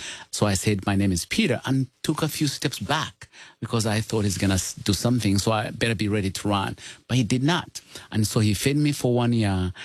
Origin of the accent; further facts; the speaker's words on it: Uganda; Well, I come from Uganda and grew up poor of the poorest.